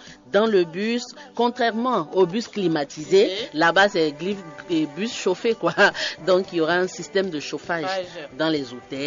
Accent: Benin; en tant que Béninois

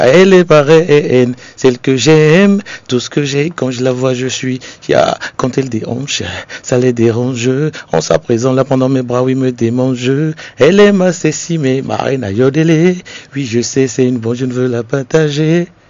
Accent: Benin; l'état civil, je suis béninois

